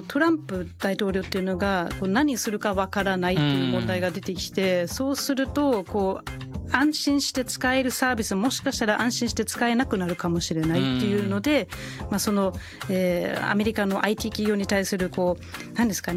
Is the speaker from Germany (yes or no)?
yes; Schleswig-Holstein, Germany; Japanese is a second language; はい、一部では実は進んでるんです。でそれが私の地元だったりするんですけど、